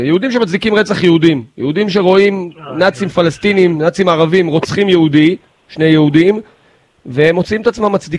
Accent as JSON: {"language": "Hebrew", "region": "West Bank", "country": "Palestine", "tie": "born or raised there", "said": "גדלתי ביהודה ושומרון, נסענו פה בכבישים והיינו ברווזים במטווח, יהודים במטווח."}